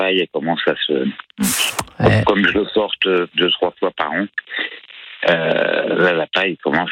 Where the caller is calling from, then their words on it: Rousson, Bourgogne-Franche-Comté, France; Je suis à Rousson